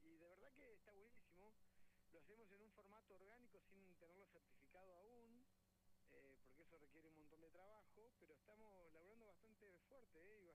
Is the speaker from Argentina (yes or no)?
yes; Aluminé, Neuquén, Argentina; somos de Aluminé